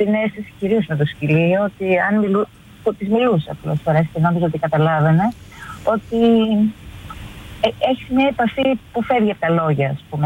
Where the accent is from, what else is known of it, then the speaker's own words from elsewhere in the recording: Epirus, Greece; Ναι, γιατί πάω κάπου, ας πούμε, στο χωριό μου που πάω στην Ήπειρο.